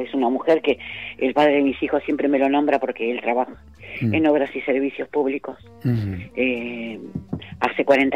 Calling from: José C. Paz, Buenos Aires Province, Argentina; soy de José C. Paz

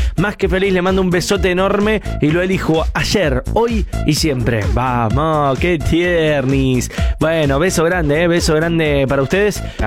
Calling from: San Nicolás, Buenos Aires Province, Argentina; de San Nicolás

